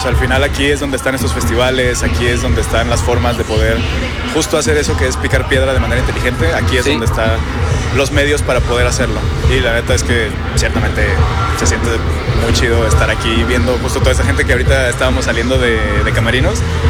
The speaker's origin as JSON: {"language": "Spanish", "town": "Guadalajara", "region": "Jalisco", "country": "Mexico"}